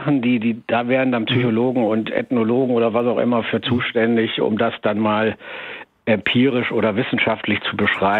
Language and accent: German; North Rhine-Westphalia, Germany; born there; also born or lived in Oberhausen; Mein Vater kommt aus Schlesien, war in englischer Kriegsgefangenschaft, war dann in Oberhausen gelandet, hat da seine Frau gefunden, da bin ich geboren, knapp an der Grenze zu Westfalen, also ich bin Rheinländer. Und dann sind wir auf ein kleines Dorf in der Nähe von Bonn gezogen.